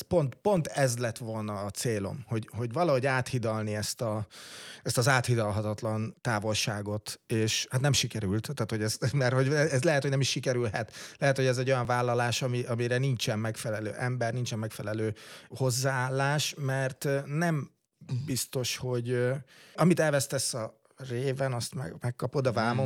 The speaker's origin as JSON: {"language": "Hungarian", "town": "Törökszentmiklós", "region": "Jász-Nagykun-Szolnok", "country": "Hungary", "tie": "born there", "said": "egy törökszemiklósi illetőségű, hogy ahol én születtem"}